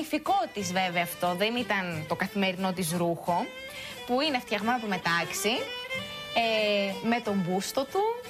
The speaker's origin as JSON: {"language": "Greek", "town": "Viannos", "region": "Crete", "country": "Greece", "tie": "born or raised there", "said": "Γενικά στη Βιάννο υπήρχαν κάποια χαρακτηριστικά βιαννίτικα. Η Βιάννος είναι επηρεασμένη από την Ανατολική Κρήτη."}